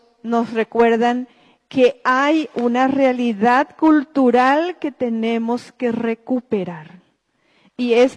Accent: Paraguay; ¿Cómo recuperar el valor que nos identifica como paraguayos?

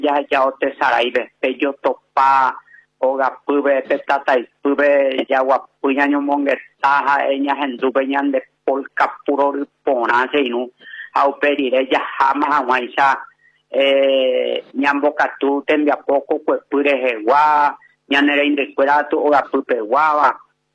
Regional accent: Paraguay; sentí como buen paraguayo, señor.

